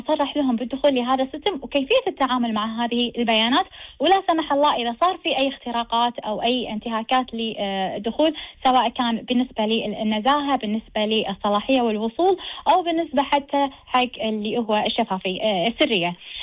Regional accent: Kuwait

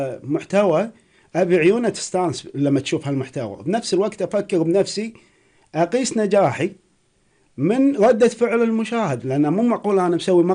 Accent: Kuwait; الأماكن اللي عندنا بالكويت جدا جميلة

